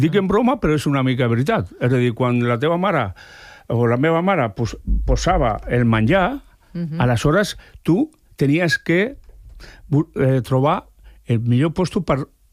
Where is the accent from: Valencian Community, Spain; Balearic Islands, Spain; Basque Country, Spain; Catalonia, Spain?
Basque Country, Spain; born there